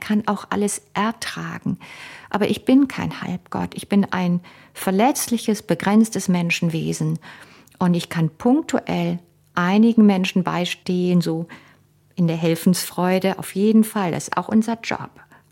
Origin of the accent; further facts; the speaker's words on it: Cologne, North Rhine-Westphalia, Germany; Ja, zum Beispiel für mich als Kind in Köln aufgewachsen, der Karneval, dass ich als Kind mich nicht verkleiden durfte, weil das war verpönt.